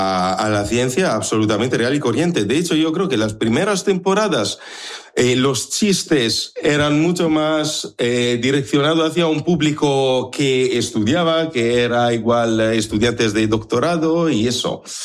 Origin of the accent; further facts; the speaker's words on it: Italy; moved away; No, soy de Italia. Entonces somos los dos de fuera, pero bueno, pues siendo italiano me facilita igual un poco.